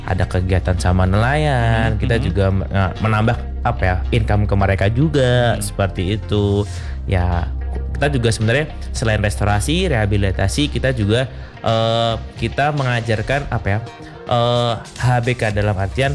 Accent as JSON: {"language": "Indonesian", "town": "Banyuwangi", "region": "East Java", "country": "Indonesia", "tie": "born or raised there"}